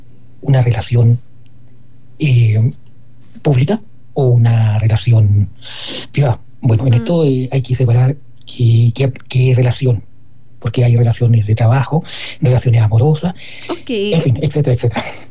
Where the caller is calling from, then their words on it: Chillán, Ñuble, Chile; Muy buenas noches desde Chillán, Chile